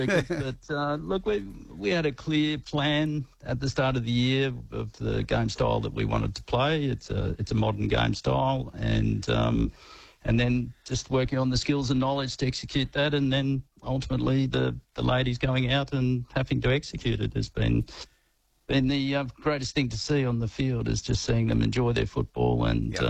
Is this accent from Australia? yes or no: yes; Victoria, Australia; moved away; I grew up in Victoria, played country football down there, and I've coached here for, this is my seventh season